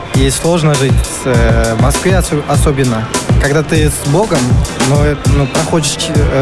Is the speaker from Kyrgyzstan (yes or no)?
yes; Kyrgyzstan; я из Кыргызстана.